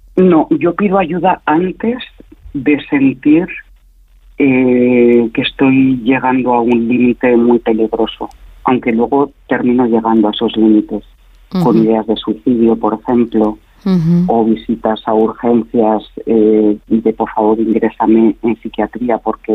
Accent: Madrid, Community of Madrid, Spain; now in Zaragoza, Spain; en Zaragoza, pero soy de Madrid y mi familia vive en Madrid.

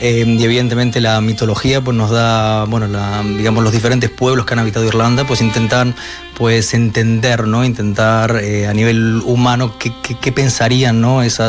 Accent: A Coruña, Galicia, Spain; also born or lived in Uruguay; nací en Uruguay. Lo que pasa es que yo toda la vida, bueno, viví desde los 10 años en A Coruña, entre Coruña y Santiago, porque bueno, mi familia emigró con la crisis del 2002.

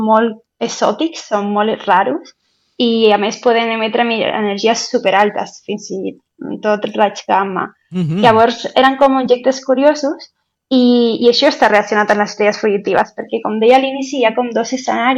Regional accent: Canary Islands, Spain; Catalan is a second language; Doncs he de dir que per mi des de petita, bueno, jo és que sóc de Canàries, de Lanzarote.

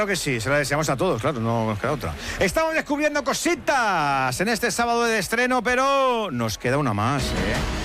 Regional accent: Burgos, Castile and León, Spain; yo soy de Burgos

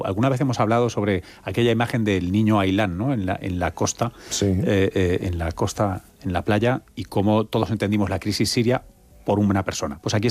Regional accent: Tomelloso, Castilla-La Mancha, Spain; El de mi padre, mi familia. … de Tomelloso.

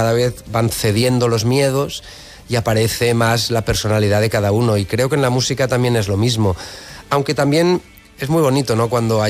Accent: Spain

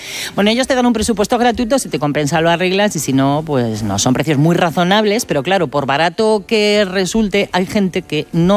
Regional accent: Madrid, Community of Madrid, Spain; hay en el barrio en el que yo crecí, en Prosperidad, en Madrid, que antes de las 10 de la mañana ya tenía cola.

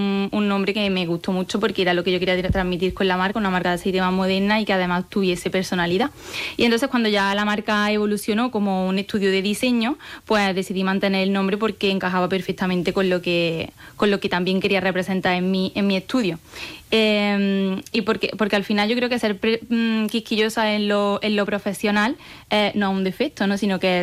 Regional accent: Priego de Córdoba, Andalusia, Spain; Yo soy de Priego de Córdoba y allí se lleva mucho el aceite de oliva.

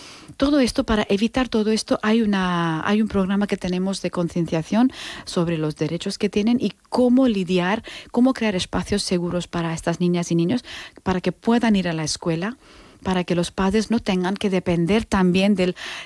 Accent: Anantapur, Andhra Pradesh, India; Spanish is a second language; moved away as an adult; now in Mallorca, Spain; Estamos hablando del sur de la India. Mi pueblo se llama Anantapur, la provincia se llama, estado se llama Andhra Pradesh, ¿vale? Y de ahí a Mallorca, ¿no? He venido.

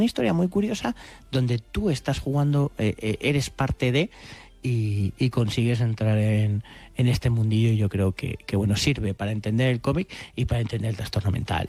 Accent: Spain

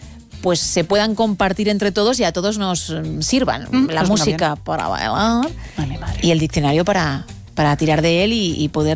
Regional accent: Italy; Spanish is a second language; Yo ya sabéis, por mi tierra, por Italia, controlo obviamente el italiano.

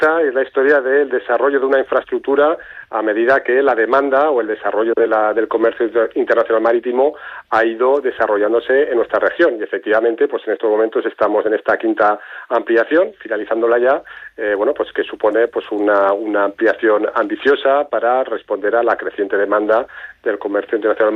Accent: Aragon, Spain; Aragón, paradójicamente sin mar, somos la región de España con este indicador más alto.

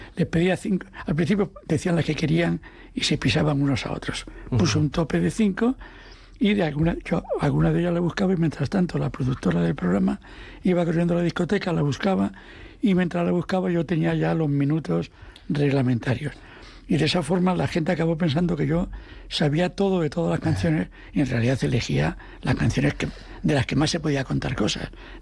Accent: Asturias, Spain; Como yo soy asturiano

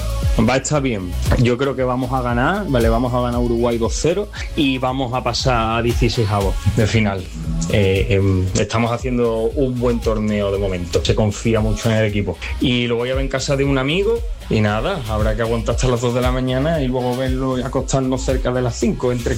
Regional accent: Andalusia, Spain; accent: Andalusian; Y nada, si no entendéis por mi acento andaluz, podéis poner subtítulos.

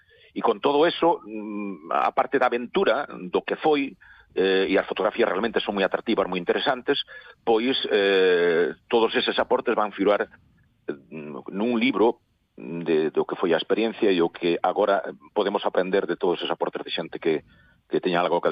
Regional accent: Verín, Galicia, Spain; Eu son de Ourense, son de Verín

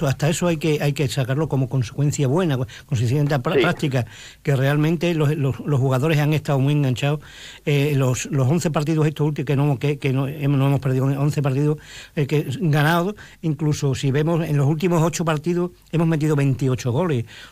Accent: Badajoz, Extremadura, Spain; a todos los que somos de Badajoz

